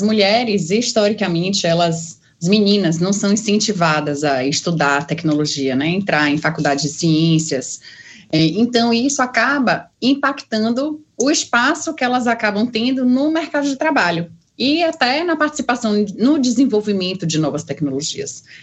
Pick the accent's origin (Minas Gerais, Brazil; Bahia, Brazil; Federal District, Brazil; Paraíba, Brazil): Bahia, Brazil; moved away as an adult; now in São Paulo, Brazil; fiz um mestrado na PUC de São Paulo, sou da Bahia, acabei me mudando para cá por conta disso.